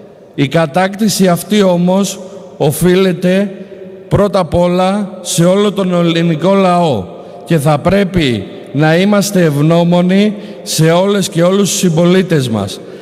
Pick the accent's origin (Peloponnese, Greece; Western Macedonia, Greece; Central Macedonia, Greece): Western Macedonia, Greece; Kastoria; Κατάγομαι από την Ακριτική Καστοριά και η περιοχή μου αντιμετωπίζει ιδιαίτερα προβλήματα